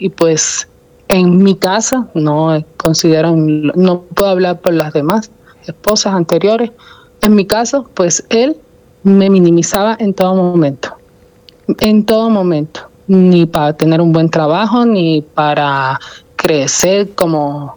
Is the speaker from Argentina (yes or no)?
no; Cuba; moved away; Yo soy de origen cubano.